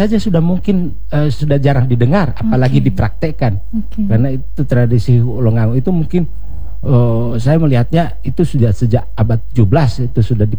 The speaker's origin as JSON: {"language": "Indonesian", "region": "Gorontalo", "country": "Indonesia", "said": "Itu mulai diperkenalkan kepada masyarakat bahwa kita orang Gorontalo memiliki begitu beragam tradisi budaya"}